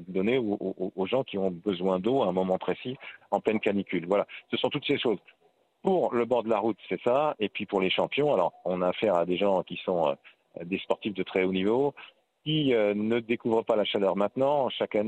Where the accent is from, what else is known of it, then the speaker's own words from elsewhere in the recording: Grand Est, France; now in Paris, France; même si je suis un Parisien originaire d'Alsace.